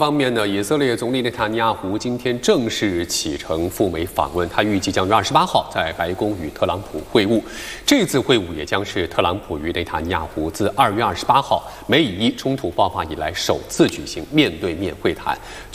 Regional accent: China; 我们中国人

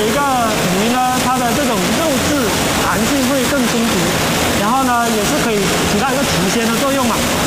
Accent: Guangdong, China; 比较适合我们广东人的，

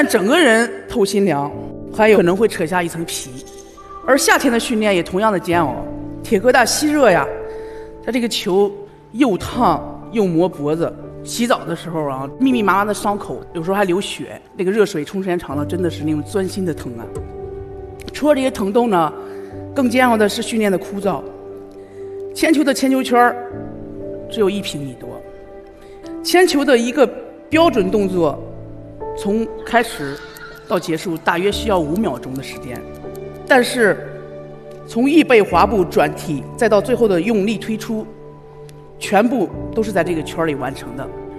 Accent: Shijiazhuang, Hebei, China; moved away; 我的故事要从石家庄鹿泉区大河镇少营村讲起。1989年冬天，我出生在一个普通的农家

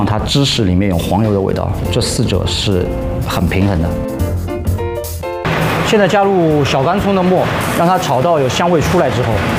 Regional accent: Shanghai, China; 我是上海人

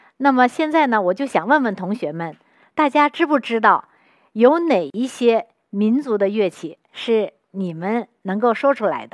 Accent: Inner Mongolia, China; 那么我从小的时候呢也是听着音乐长大的，因为我的家乡在内蒙古，所以呢我会经常听到马头琴。

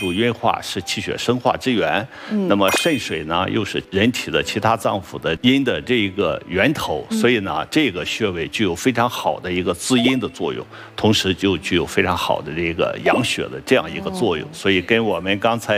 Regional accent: Shandong, China; accent: Shandong dialect; 我们山东话叫摁钉。

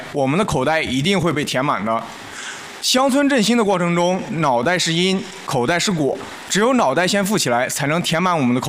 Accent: Xuchang, Henan, China; now in Tianjin, China; 我来自曹魏古城，河南省许昌市的下面的一个小农村。

